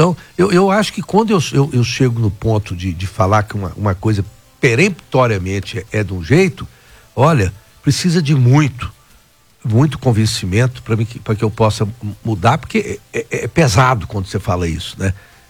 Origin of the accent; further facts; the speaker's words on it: Rio Verde, Goiás, Brazil; Porque eu sou de Rio Verde, sou bobinho